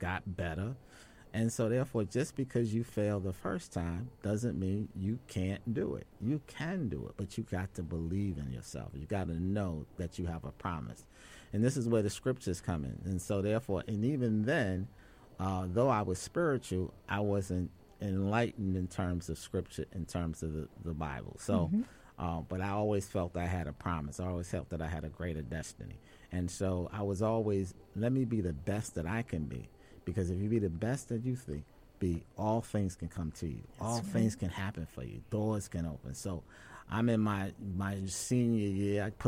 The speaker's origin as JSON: {"language": "English", "region": "New York", "country": "United States", "said": "I was from New York"}